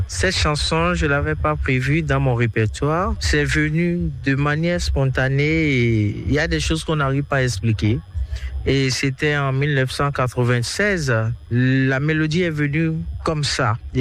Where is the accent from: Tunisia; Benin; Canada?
Benin; now in Côte d'Ivoire; Je suis à mon 8e album. Je réside en Côte d'Ivoire. Je suis béninoise, d'origine ivoirienne par alliance.